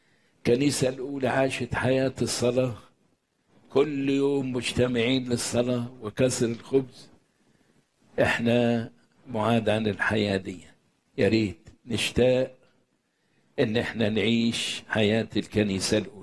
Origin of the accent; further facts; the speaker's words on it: Egypt; وخصوصا في بلدنا مصر أن يقولوا علينا نصارى،